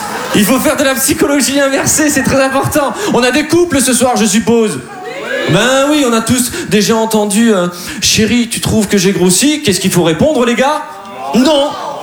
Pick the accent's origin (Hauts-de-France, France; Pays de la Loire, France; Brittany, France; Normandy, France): Hauts-de-France, France; Dunkirk; now in Paris, France; Eh ben moi, je suis de Dunkerque et vous voyez bien, je parle bien.